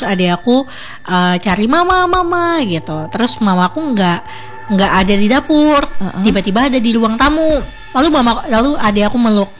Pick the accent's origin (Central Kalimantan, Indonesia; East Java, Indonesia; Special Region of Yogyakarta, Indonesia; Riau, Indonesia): Central Kalimantan, Indonesia; Sampit; born or raised there; also born or lived in Banjarmasin